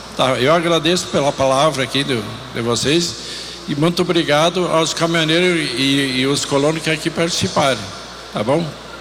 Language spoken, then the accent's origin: Portuguese; Sobradinho, Rio Grande do Sul, Brazil; also born or lived in Arroio do Tigre; Eu também sou sobradiense lá do Tamanduá, né?